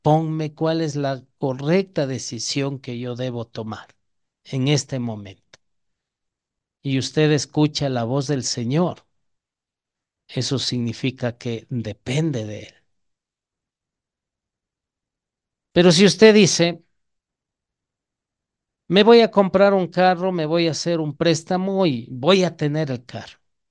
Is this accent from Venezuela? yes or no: no; Ecuador; Pero eso no significa que eso anula mi identidad como ecuatoriano, a no ser que yo de pronto me haya nacionalizado con esa, con otra nacionalidad